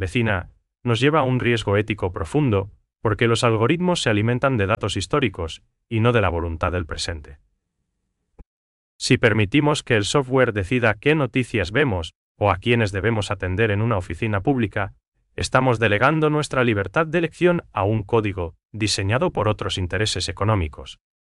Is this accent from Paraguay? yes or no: yes; Paraguay